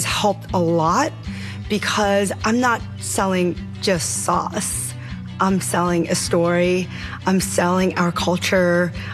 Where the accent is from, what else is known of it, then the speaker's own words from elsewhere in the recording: New York City, New York, United States; now in Needham, United States; I'm originally from New York City, Chinatown, but now I live in Needham, Massachusetts